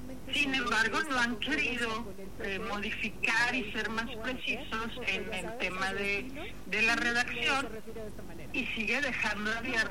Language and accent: Spanish; Mexico